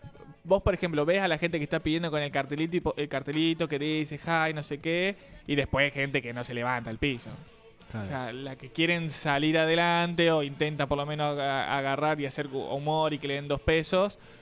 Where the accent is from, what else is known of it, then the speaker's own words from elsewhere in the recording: Argentina; Soy de Argentina, vine a ver un partido de Uruguay.